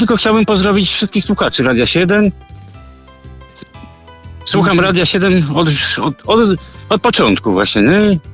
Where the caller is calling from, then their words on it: Lidzbark, Warmian-Masurian Voivodeship, Poland; z tej strony, Lidbark się kłania.